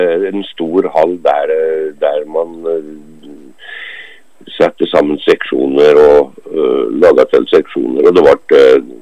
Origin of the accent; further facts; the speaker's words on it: Innlandet, Norway; moved away as an adult; Jeg kommer fra Gudbrandsdalen.